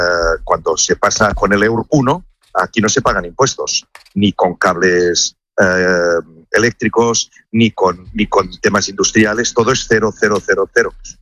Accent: Barcelona, Catalonia, Spain; Yo soy de Barcelona

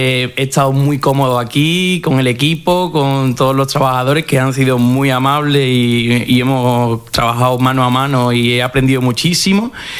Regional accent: Seville, Andalusia, Spain; moved away as an adult; now in Oviedo, Spain; allí en mi pueblo, en Sevilla

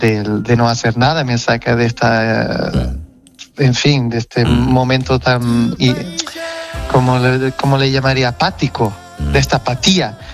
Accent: Portugal; first language Portuguese; Spanish is a second language; lo que traigo es mi acento. Y yo soy muy orgulloso del portugués, de la lengua portuguesa y también cómo la hablan los portugueses, ¿sabes?

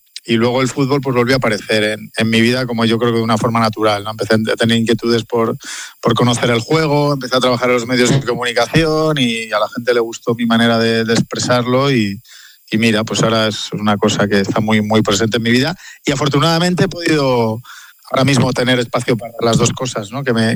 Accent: Ávila, Castile and León, Spain; moved away; encima yo que me vine de Ávila

